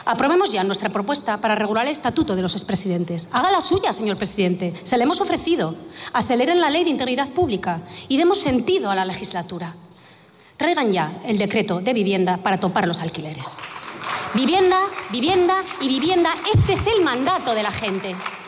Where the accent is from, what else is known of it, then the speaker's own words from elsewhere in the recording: Galicia, Spain; accent: Galician; soy gallega, creo que me... el acento, ¿no? Sí, soy gallega, sí.